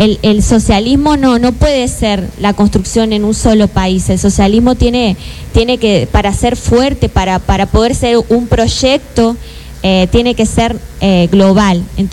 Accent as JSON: {"language": "Spanish", "country": "Uruguay", "moved": "yes", "lives_now": "Brazil", "said": "Yo soy uruguaya, pero vivo en el Brasil, milito en el movimiento de los trabajadores rurales sin tierra"}